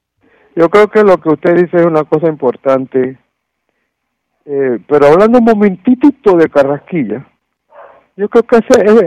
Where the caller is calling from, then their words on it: Panama; usted sabe cómo somos nosotros los panameños, ¿no?